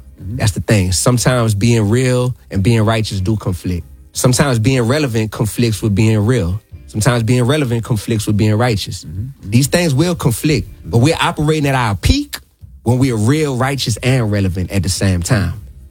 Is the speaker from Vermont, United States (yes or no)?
no; New Orleans, Louisiana, United States; I'm still from New Orleans. I still came up in a space to where it's like, boy, you'll get your dome knocked off by a dude that look like Steve Urkel on the circus.